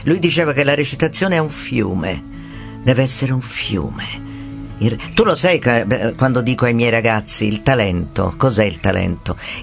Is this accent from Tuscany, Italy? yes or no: yes; Tuscany, Italy; A noi ci dispiace, perché siamo toscani.